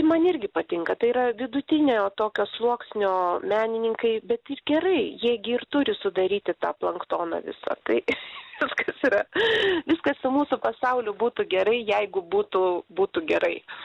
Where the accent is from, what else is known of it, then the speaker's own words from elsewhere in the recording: Vilnius, Vilnius County, Lithuania; now in Klaipėda, Lithuania; aš kaip Vilnietė lyg šiol galvoju